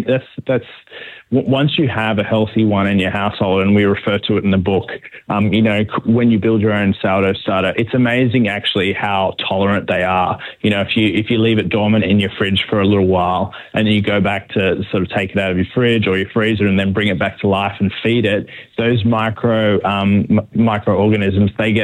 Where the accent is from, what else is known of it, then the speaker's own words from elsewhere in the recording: Sydney, New South Wales, Australia; moved away as an adult; now in Melbourne, Australia; Well, yeah, I was living in Sydney. I'm from Sydney originally.